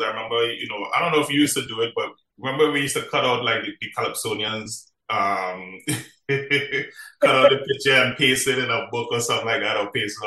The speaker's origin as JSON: {"language": "English", "town": "Marbella", "region": "Andalusia", "country": "Spain", "tie": "born or raised there", "said": "growing up in Marbella, I wasn't really into the music like that."}